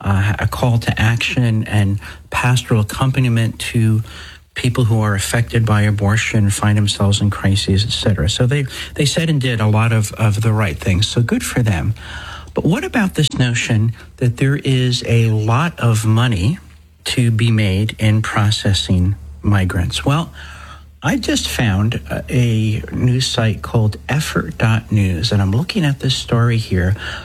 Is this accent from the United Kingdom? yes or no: no; New Jersey, United States; New Jersey, my home state